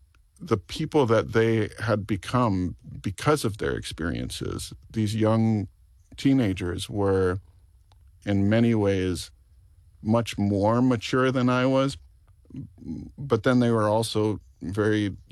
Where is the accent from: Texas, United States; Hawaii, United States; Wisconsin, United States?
Hawaii, United States; Maui; I grew up on Maui.